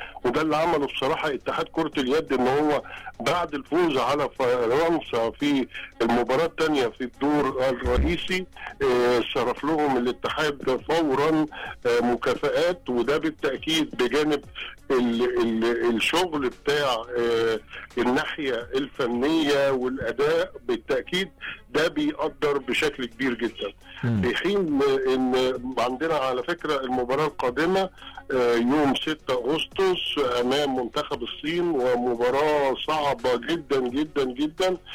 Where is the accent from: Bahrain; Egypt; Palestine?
Egypt; واحنا مصريين،